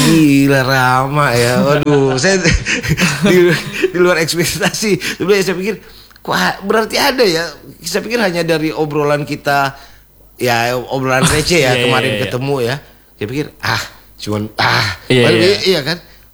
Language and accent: Indonesian; Sangihe, North Sulawesi, Indonesia